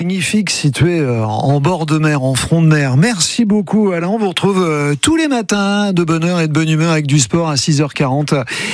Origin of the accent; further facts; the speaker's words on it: Orléans, Centre-Val de Loire, France; moved away; Moi, j'ai grandi à Orléans.